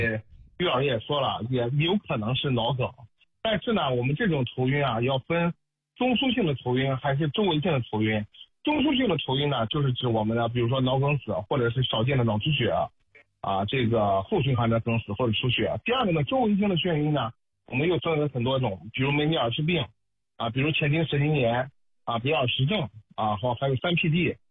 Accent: Xuzhou, Jiangsu, China; accent: Xuzhou dialect; 我们徐州话叫打磕

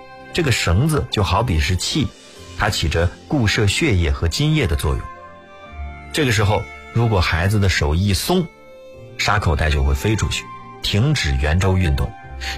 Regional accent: China

